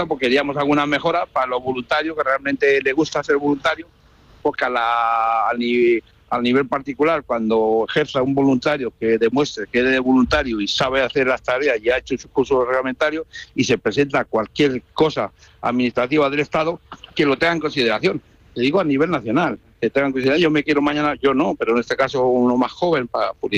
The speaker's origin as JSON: {"language": "Spanish", "town": "Socuéllamos", "region": "Castilla-La Mancha", "country": "Spain"}